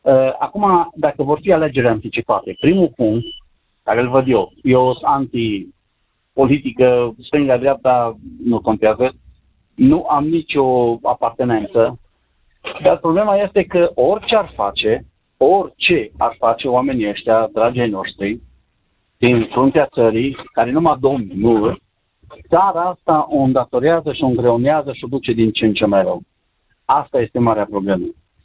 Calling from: Târgu Mureș, Mureș County, Romania; sunt din Târgu Mureș.

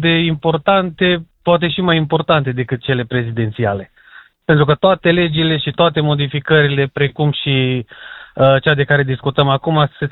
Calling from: Satu Mare, Satu Mare County, Romania; și sunt de la Satu Mare

